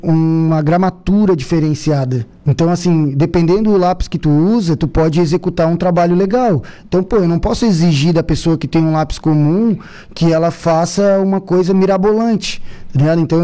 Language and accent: Portuguese; Brazil; a Divinéia, eu nasci na Divinéia, né? E a Divinéia tava crescendo, o bairro tava crescendo. É periferia, mas hoje já é o centro cívico, né, da cidade.